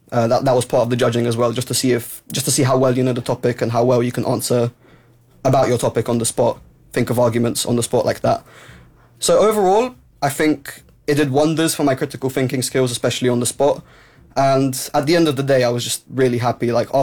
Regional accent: Luton, East of England, United Kingdom; I'm from Luton.

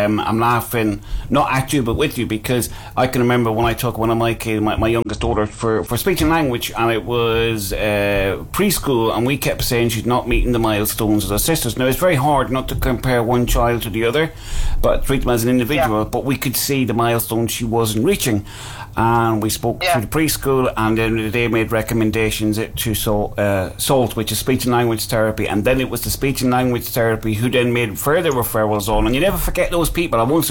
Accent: Ireland; now in United Kingdom; I grew up in Ireland, not over here in the UK.

